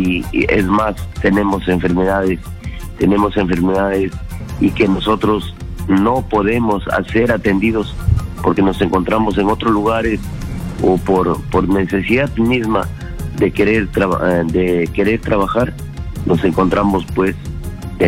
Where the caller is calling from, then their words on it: Tarapoto, San Martín, Peru; De la provincia, del mismo Tarapoto estamos en este momento